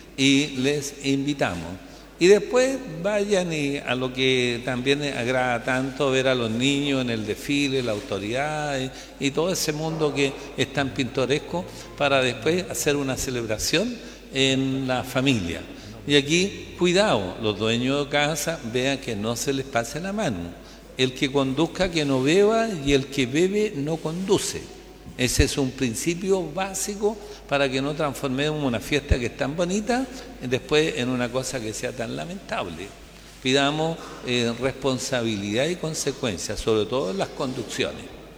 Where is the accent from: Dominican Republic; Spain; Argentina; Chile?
Chile; nosotros los que somos chilenos.